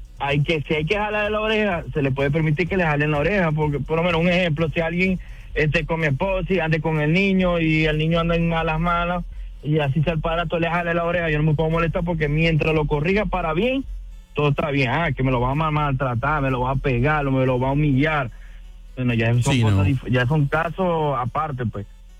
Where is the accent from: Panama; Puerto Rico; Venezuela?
Venezuela; Maracaibo, Zulia; born there; also born or lived in Riohacha, La Guajira, Colombia; Sí, yo nací en Maracaibo, okay. Pero mi familia es de Riohacha, La Guajira.